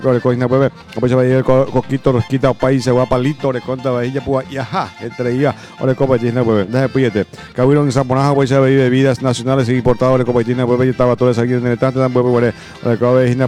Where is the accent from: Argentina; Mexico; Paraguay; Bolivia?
Paraguay; como tico, buen paraguayo